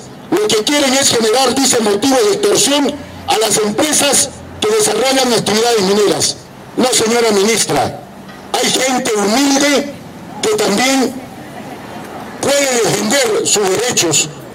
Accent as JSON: {"language": "Spanish", "area": "Tambo Valley", "region": "Arequipa", "country": "Peru", "said": "a mi pueblo del Valle de Tambo"}